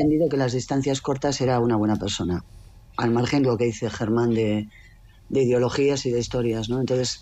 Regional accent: Navarre, Spain; Yo, como navarra

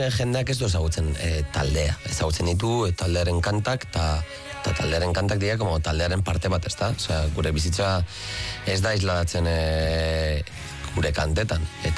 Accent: Basque Country, Spain; Euskaldunak gara, Euskal Herria maite dugu

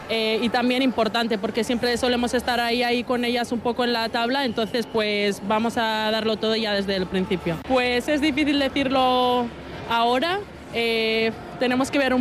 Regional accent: Basque Country, Spain; Nosotras somos 4 vascas

